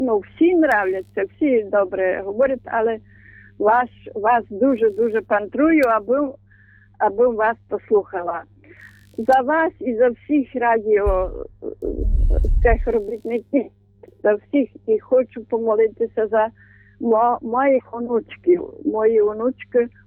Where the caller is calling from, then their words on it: Kyiv, Ukraine; Я із Києва